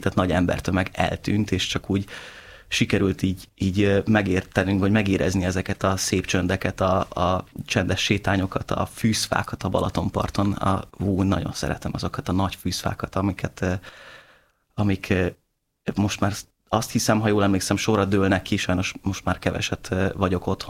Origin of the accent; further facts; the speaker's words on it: Siófok, Somogy, Hungary; siófoki vagyok összességében. Sziklak felsőn nőttem föl, az volt, ott töltöttem az első 14 évem egy gyerekként, de Siófokra jártam általános iskolába